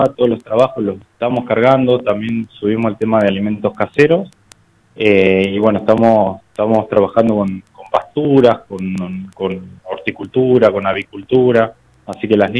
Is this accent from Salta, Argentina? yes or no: no; Río Turbio, Santa Cruz, Argentina; Soy de Río Turbio, sí, bueno, de la Agencia de Extensión Rural INTA Río Turbio.